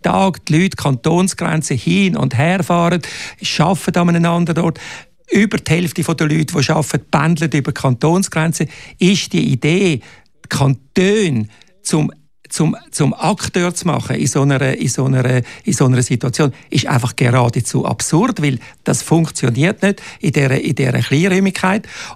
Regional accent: Switzerland; Wir sind eben Schweizer, wir sind freiheitsliebend.

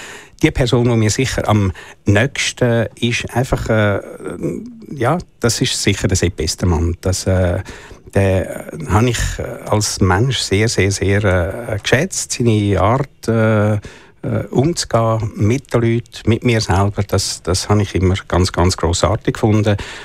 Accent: Zurich, Switzerland; first language French; German is a second language; also born or lived in Paris; Ja, meine Mutter war Französin. Ich habe zuerst Französisch geredet, darum trage ich auch den stolzen Namen … Und bin aber dann immer in Zürich gelebt. Also zwischendrin bin ich mal ein Jahr zu Paris gewesen, aber sonst bin ich, fühle ich mich durch und durch als Zürcher.

